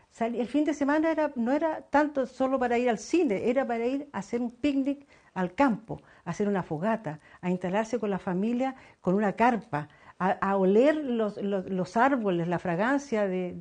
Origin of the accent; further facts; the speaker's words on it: Punta Arenas, Magallanes and Chilean Antarctica, Chile; nacida en la bahía de Punta Arenas, mujer